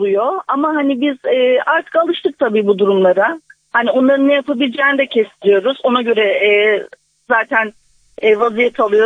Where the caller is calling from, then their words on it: Gebze, Kocaeli, Turkey; Kocaeli Gebze'den arıyorum.